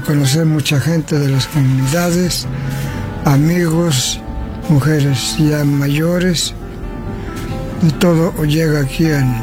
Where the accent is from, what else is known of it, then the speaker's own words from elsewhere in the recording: San Bartolo, Mexico; Sí, yo soy aquí originario de San Bartolo